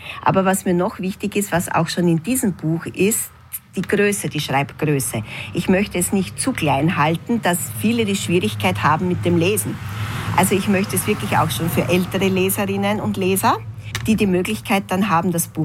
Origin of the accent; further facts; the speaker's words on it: Stoob, Burgenland, Austria; Also ich habe schon meine Kindheit in Stob verbracht